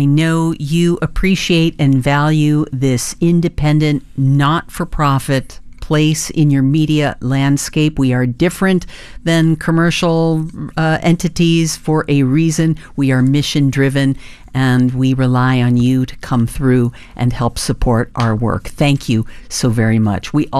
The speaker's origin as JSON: {"language": "English", "town": "Brunswick", "region": "Ohio", "country": "United States", "tie": "born or raised there", "said": "I grew up in Brunswick. Would love to hear from my hometown county."}